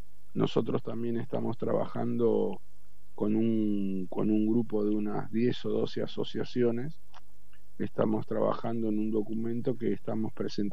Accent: San Miguel, Buenos Aires Province, Argentina; yo soy de San Miguel, provincia de Buenos Aires. En San Miguel hace parte del AMBA, ¿no?

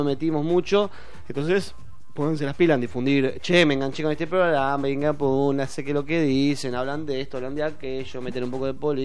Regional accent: Buenos Aires, Argentina; yo como porteño

